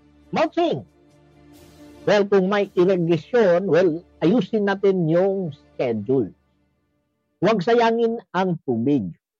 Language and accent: Tagalog; Bansalan, Davao Region, Philippines; Nandiyan na lang sa amin sa Mount Carmel, kinuskusan Bansalan, Davao del Sur.